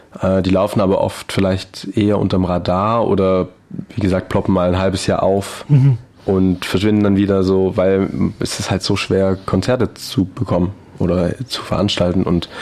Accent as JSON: {"language": "German", "town": "Hechingen", "region": "Baden-Württemberg", "country": "Germany", "said": "ich komme ja aus dem Zollernalbkreis, aus Hechingen und komme da eigentlich so aus der Blasmusik."}